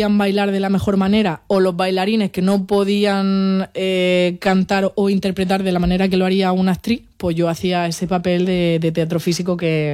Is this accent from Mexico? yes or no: no; Tabernas, Andalusia, Spain; O sea, del teatro de mi pueblo, ahí en Taberna, a la ópera de Oslo.